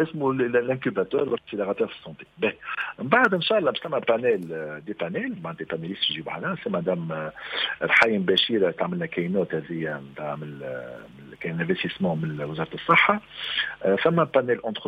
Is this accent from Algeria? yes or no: no; Tunisia; عندنا في تونس